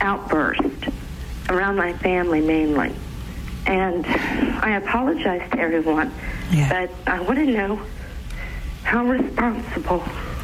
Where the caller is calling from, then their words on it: Ohio, United States; I'm from Ohio.